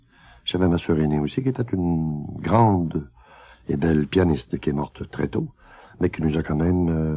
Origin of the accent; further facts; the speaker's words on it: La Tuque, Quebec, Canada; born there; C'était une maison remplie de musique chez nous. Moi, je suis né à Latuc, dans la Mauricie, et ma mère était un peu pianiste.